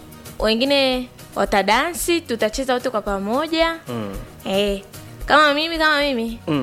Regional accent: Iringa, Tanzania; born there; Mimi nimezaliwa Ipogoro.

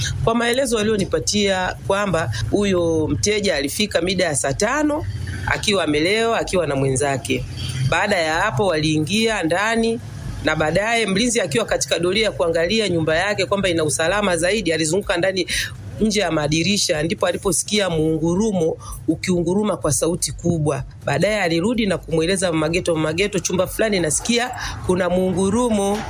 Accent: Bunda, Mara, Tanzania; natoka kata ya Bunda mjini, mtaa wa Nyerere.

